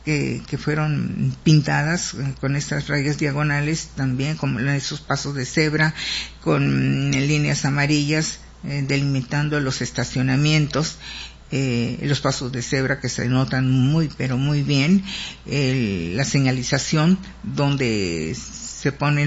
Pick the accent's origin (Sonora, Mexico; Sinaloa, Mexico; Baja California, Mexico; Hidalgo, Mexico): Baja California, Mexico; Mexicali; así somos los mexicanos, los cachanillas, muy resistentes